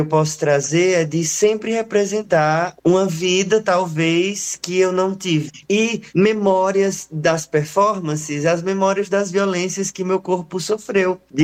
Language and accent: Portuguese; Juazeiro do Norte, Ceará, Brazil; now in Crato, Brazil; … sou do Juazeiro do Norte, mas agora eu resido aqui na cidade do Crato, tudo na região do Cariri, e eu sou um artista indígena das etnias Cariris e Paiacus. A minha descendência vem da parte do meu pai, que é de Fortaleza, vem da região de Morada Nova.